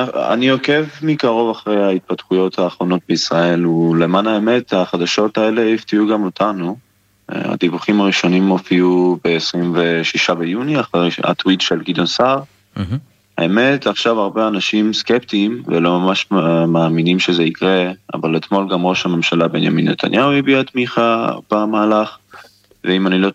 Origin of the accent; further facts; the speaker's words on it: Armenia; Hebrew is a second language; also born or lived in Petah Tikva, Israel; אז כשהייתי קטן, ההורים שלי החליטו לחזור לארמניה ולגדל שם את הילדים שלהם